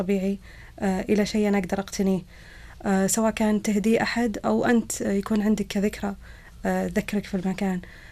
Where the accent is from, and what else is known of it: Saudi Arabia